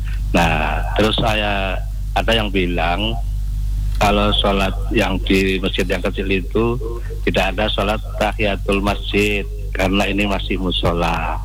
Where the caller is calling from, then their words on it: Lampung, Indonesia; Dengan hamba Allah di Pesawaran.